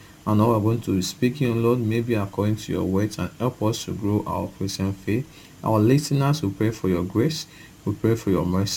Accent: Okada, Edo, Nigeria; from Okada Town, Edo State, Nigeria.

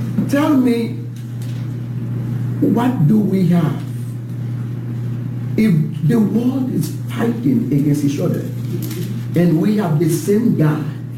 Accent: Haiti; English is a second language; I came from Haiti.

